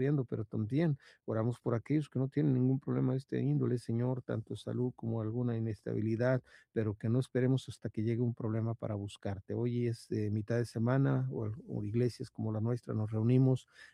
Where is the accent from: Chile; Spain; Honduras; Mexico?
Mexico